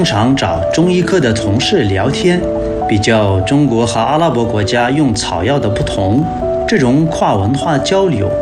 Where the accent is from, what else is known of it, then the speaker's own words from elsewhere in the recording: Ibb, Yemen; Chinese is a second language; now in Yiwu, China; 我出生在也门南部的小城伊布，小时候啊，城里一直有中国医疗队。